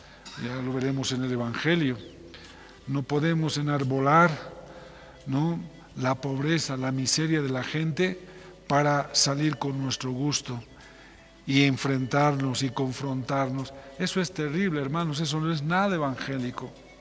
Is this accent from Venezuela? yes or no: no; Bolivia